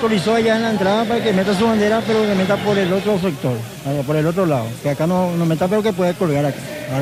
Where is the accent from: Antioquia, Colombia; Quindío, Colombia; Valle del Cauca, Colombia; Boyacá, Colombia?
Quindío, Colombia; No, yo, o sea, soy de Quindío, pero vivo a Cañita.